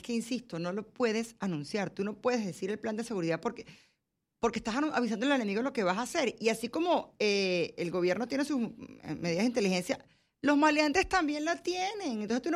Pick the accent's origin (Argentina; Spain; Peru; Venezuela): Venezuela; now in Panama; mi experiencia de la seguridad en Panamá como venezolana, que vengo de un país que es muy, era o es, no, muy, muy inseguro.